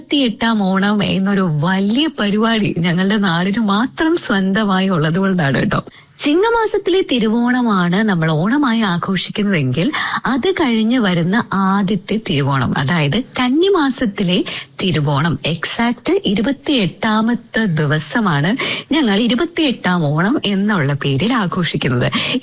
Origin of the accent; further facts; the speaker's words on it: Kerala, India; എന്റെ നാട് എന്ന് പറയുന്നത് ഓണാട്ടുകരയാണ്, അതായത് ഉച്ചറയാണ് എന്റെ ശരിക്കുള്ള നാട്.